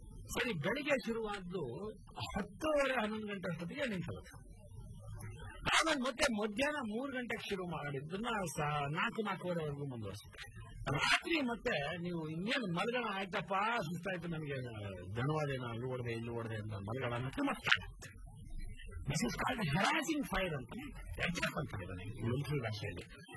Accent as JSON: {"language": "Kannada", "region": "South India", "country": "India", "lives_now": "Bangalore, India", "said": "ನಾನು ಬೆಂಗಳೂರಿಂದ ಬಂದಿದ್ದೀನಿ, ಆಮೇಲೆ ಸೌತ್ ಇಂಡಿಯನ್"}